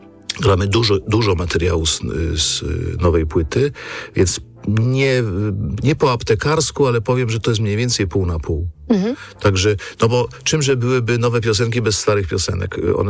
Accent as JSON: {"language": "Polish", "town": "Kraków", "region": "Lesser Poland", "country": "Poland", "said": "już tylko ja i Szczerba jesteśmy z Krakowa w zespole"}